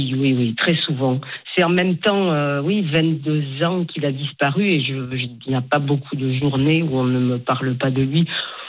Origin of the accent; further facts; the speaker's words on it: Toulouse, Occitanie, France; now in Paris, France; je suis toulousaine.